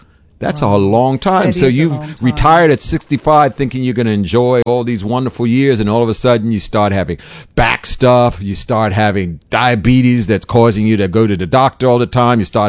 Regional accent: St. George's, Bermuda; I'm from St. George's.

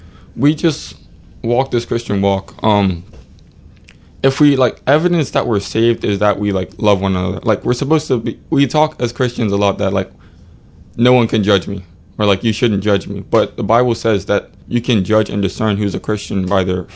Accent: Bermuda; So I am Bermudian.

